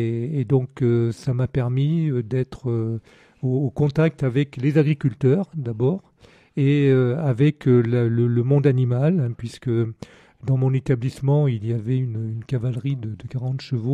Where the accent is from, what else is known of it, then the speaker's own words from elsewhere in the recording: Annonay, Auvergne-Rhône-Alpes, France; moved away as an adult; now in Carcassonne, France; je suis un Ardéchois et je suis fier d'être Ardéchois puisque je suis né à Annonay, donc dans le nord de l'Ardèche, et j'ai poursuivi mes études en dehors de l'Ardèche, mais jusqu'au baccalauréat, donc j'ai habité à Annonay.